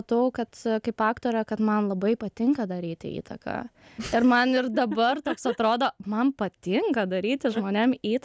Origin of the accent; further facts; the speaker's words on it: Jurbarkas, Tauragė County, Lithuania; Aš, kaip man buvo 13 metų, aš sudalyvavau aktorių atrankoj, Jurbarke, aš esu iš Jurbarko